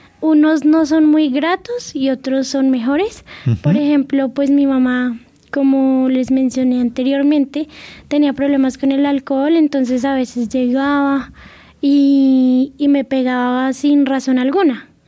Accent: Bogotá, Colombia; born there; Bueno, nací en Bogotá, soy ciega de nacimiento, nací de 5 meses y medio

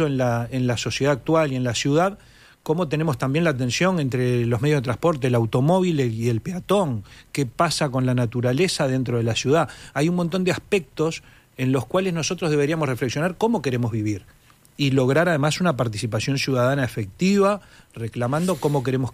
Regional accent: Uruguay; la mejor manera de vivir que necesitaríamos nosotros como uruguayos.

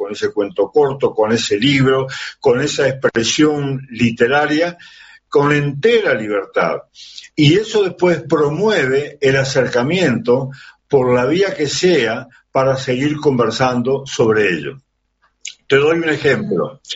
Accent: Canelones, Uruguay; yo soy de Canelones

